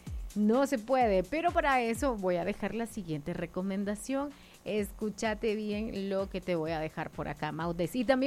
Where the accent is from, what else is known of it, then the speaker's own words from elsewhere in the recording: El Salvador; Mira, lamentablemente nosotros como salvadoreños, no lamentablemente, más bien que bien, porque como salvadoreños siempre andamos haciendo una cosa, haciendo otra